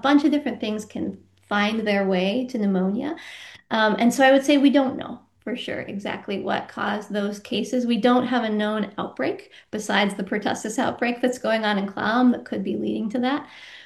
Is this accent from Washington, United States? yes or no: yes; Washington, United States; I grew up in Western Washington.